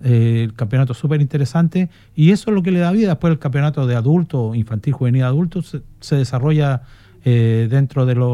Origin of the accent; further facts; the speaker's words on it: Iquique, Tarapacá, Chile; a mí como iquiqueño